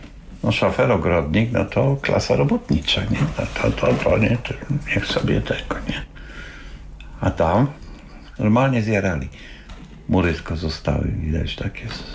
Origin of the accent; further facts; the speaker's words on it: Szczecin, West Pomeranian Voivodeship, Poland; born there; also born or lived in Warsaw (Praga); Myśmy przyjechali tutaj w czerwcu 1946 roku.